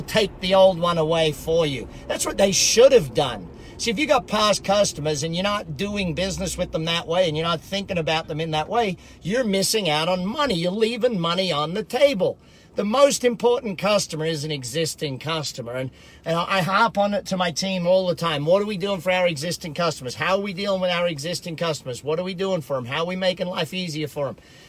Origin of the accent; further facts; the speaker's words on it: Australia; now in Las Vegas, United States; get all my skin checked for those cancers growing up in Australia.